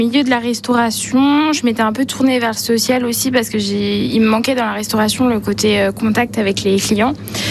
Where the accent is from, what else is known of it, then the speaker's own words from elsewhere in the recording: Parnay, France; je suis originaire du village de Parnay